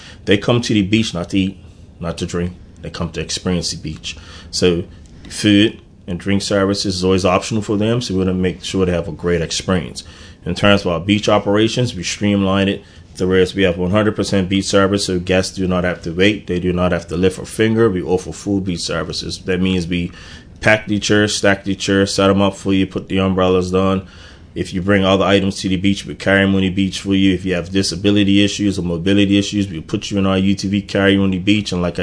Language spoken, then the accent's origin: English; Bermuda; 100% Bermudian, 100% born and raised in Bermuda